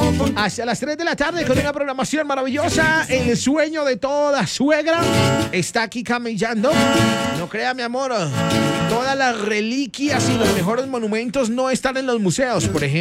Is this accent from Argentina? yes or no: no; Colombia; soy la representante de Boyacá para el mundo.